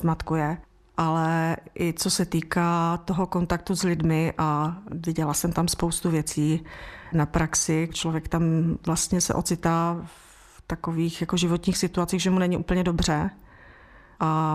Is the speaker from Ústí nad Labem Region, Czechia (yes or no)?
no; Karviná, Moravian-Silesian Region, Czechia; já jsem z Hornického kraje, z Karviné